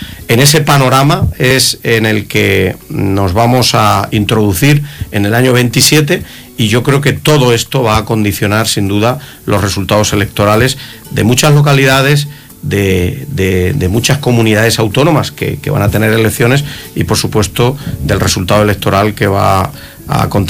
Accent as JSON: {"language": "Spanish", "town": "Bolaños de Calatrava", "region": "Castilla-La Mancha", "country": "Spain", "said": "en mi pueblo, en Bolaños de Calatrava"}